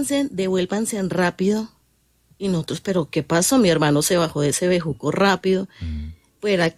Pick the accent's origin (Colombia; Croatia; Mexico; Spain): Colombia; Coello, Tolima; now in Bogotá, Colombia; desde niña, tenemos una cuando nosotros somos de Tierra Caliente, del pueblo llamado Coello.